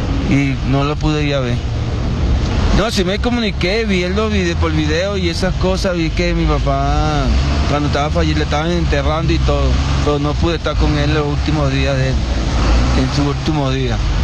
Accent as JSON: {"language": "Spanish", "country": "Venezuela", "moved": "yes", "said": "todos los venezolanos estamos buscando allá en Venezuela. Todos los migrantes venezolanos están salimos de Venezuela pues para eso, para adquirir su casa."}